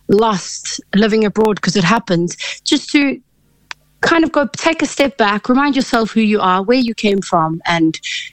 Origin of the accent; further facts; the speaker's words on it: South Africa; moved away; as a South African, I added a bit of Afro